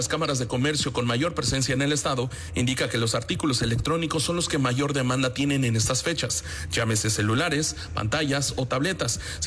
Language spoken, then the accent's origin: Spanish; Mexico; todos somos mexicanos